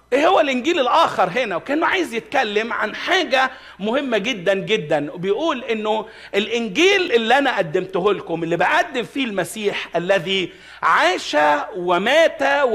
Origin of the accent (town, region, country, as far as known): Egypt